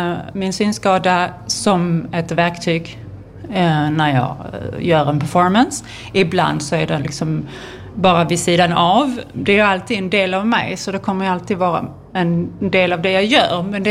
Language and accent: Swedish; Malmö, Skåne, Sweden; also born or lived in Berlin; Jag kommer från Malmö, född här och bor både här och i Berlin.